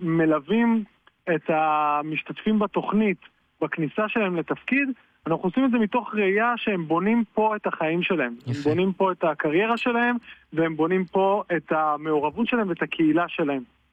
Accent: Haifa, Haifa District, Israel; אני מחיפה.

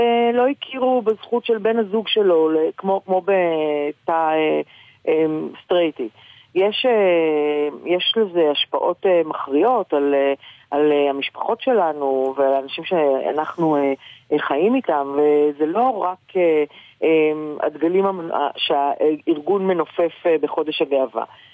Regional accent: Haifa, Haifa District, Israel; אני נולדתי וגדלתי בחיפה.

